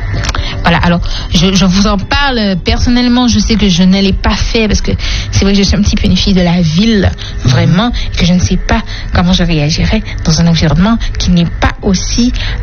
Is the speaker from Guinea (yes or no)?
no; French Guiana; mais il y en a un peu chez nous en Guyane.